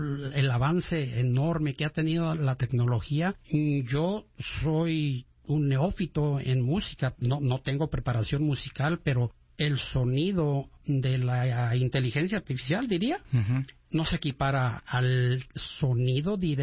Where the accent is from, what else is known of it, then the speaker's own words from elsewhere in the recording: Limón, Jalisco, Mexico; Yo soy de Limón, Jalisco, y allá hay muy buenos mariachis en el Grullo